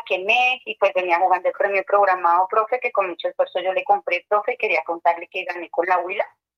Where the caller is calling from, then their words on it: Bogotá, Colombia; De acá de Bogotá